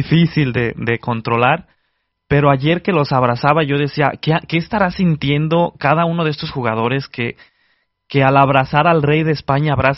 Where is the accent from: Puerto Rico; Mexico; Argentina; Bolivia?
Mexico